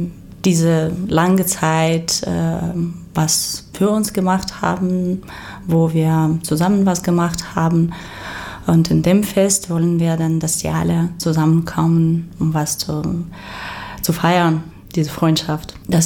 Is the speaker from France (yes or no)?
no; Ukraine; German is a second language; now in Germany; ich als Ukrainerin, bis ich nach Deutschland gekommen bin